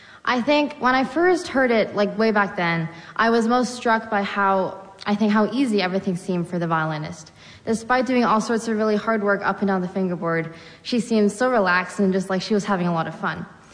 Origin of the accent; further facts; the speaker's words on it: Cambridge, England, United Kingdom; now in Irvine, United States; I'm from Irvine, California, where I'll be studying at the Corporate School for the coming school year. But I actually spent the first 10 years of my life in Cambridge, England.